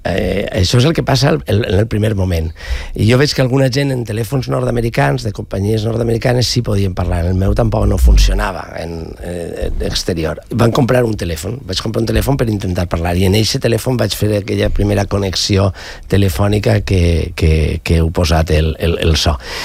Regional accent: Alcoi, Valencian Community, Spain; jo soc d'Alcoi, com alguns més, i jo vaig tornar justament per al mig any. Jo vaig arribar a Alcoi i al mig any.

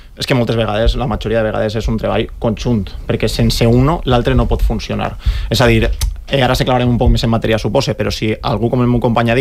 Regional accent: Picanya, Valencian Community, Spain

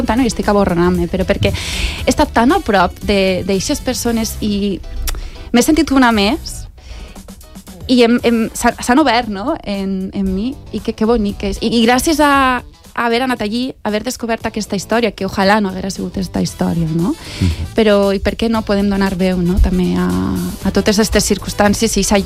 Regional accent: Alcoi, Valencian Community, Spain; Jo sóc alcoiana, tinc casa a Alcoi, casa dels meus pares.

